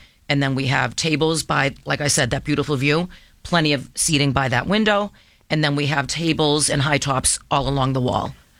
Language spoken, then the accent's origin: English; Everett, Massachusetts, United States; I'm from Everett. My husband's from Malden. We grew up on the beach.